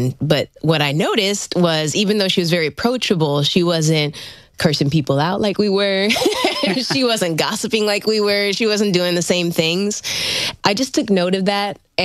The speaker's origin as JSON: {"language": "English", "town": "Manila", "region": "Metro Manila", "country": "Philippines", "tie": "born there"}